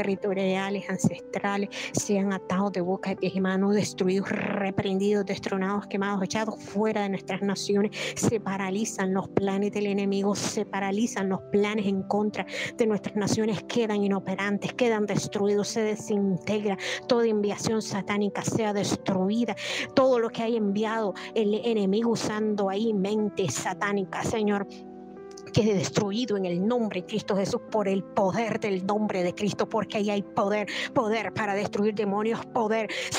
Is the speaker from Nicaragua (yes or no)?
yes; Nicaragua; Les saludo desde mi tierra, Nicaragua